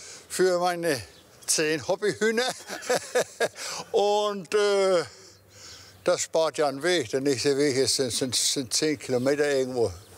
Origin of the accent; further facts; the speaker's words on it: Achtrup, Schleswig-Holstein, Germany; ich bin hier im Dorf geboren und groß geworden und auch, anscheinend auch alt geworden.